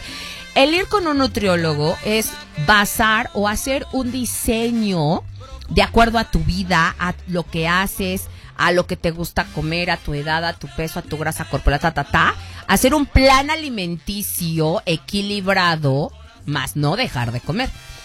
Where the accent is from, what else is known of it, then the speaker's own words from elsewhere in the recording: Mexico; sí, a mí me encantan los taquitos, como buena mexicana.